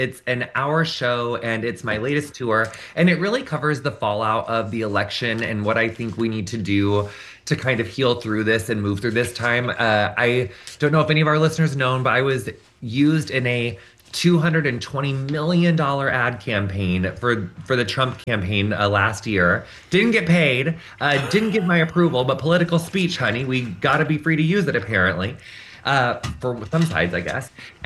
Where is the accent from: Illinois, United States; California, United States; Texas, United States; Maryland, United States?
Illinois, United States; I am from Illinois, but I'm from a really rural, small town in Illinois, like very far away from Chicago. So I'm quite comfortable in rural spaces. I was raised in rural spaces and around people that inhabit rural spaces.